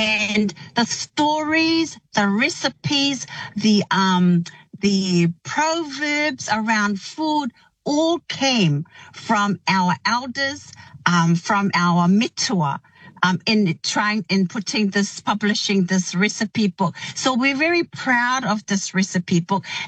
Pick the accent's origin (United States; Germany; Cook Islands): Cook Islands; Mauke; also born or lived in Rarotonga; Our mum comes from Mauke. I was born in Rarotonga and raised in the beautiful island of Mauke.